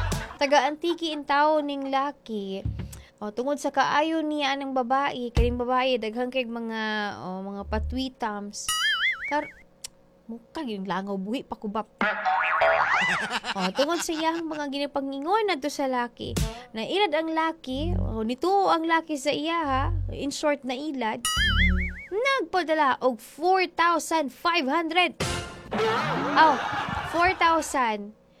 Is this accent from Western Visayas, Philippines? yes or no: yes; Western Visayas, Philippines